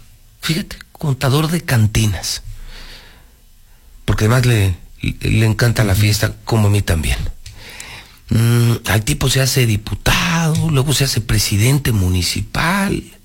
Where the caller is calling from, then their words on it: Aguascalientes, Mexico